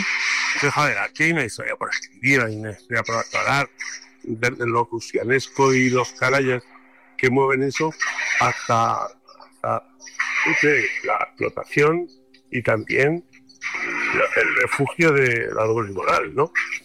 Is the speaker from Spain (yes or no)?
yes; Alcalá de Henares, Community of Madrid, Spain; now in Madrid, Spain; Yo crecí en Alcalá de Henares